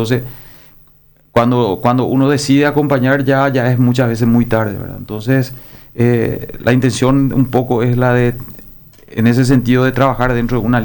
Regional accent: Asunción, Paraguay; Porque somos de la zona de Ceballoscue, donde la gente ceballense tiene una identidad diferente. Le llaman República de Ceballos muchas veces

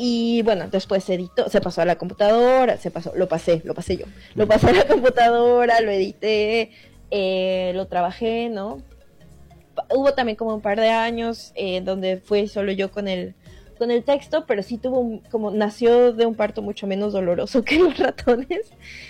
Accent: Mexico; yo creo que siendo mexicanos y viviendo en México

